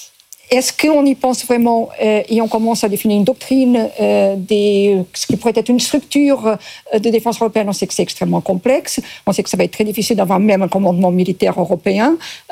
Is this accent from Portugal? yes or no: yes; Portugal; Moi, je suis portugaise à 100%.